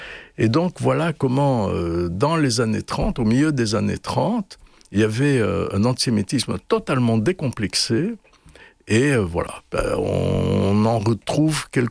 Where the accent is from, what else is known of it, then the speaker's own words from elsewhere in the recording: Istanbul, Turkey; moi, le souvenir que je garde de mon enfance à Istanbul, c'est magique